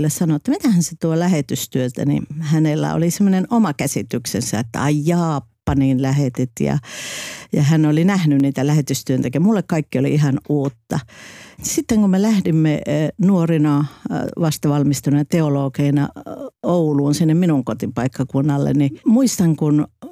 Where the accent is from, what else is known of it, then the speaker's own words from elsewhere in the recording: Kilimanjaro, Tanzania; now in Finland; Kaikki kysyy, mistä mä oon kotosi, niin mä sanoin, että made in Kilimanjaro.